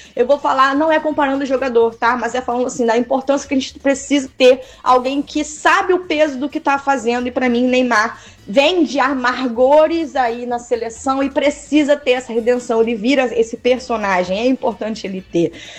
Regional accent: Brazil; Ninguém vive o futebol como brasileiro.

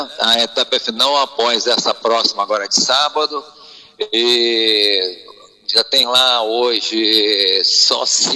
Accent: Cabo Frio, Rio de Janeiro, Brazil; eu particularmente que amo minha terra

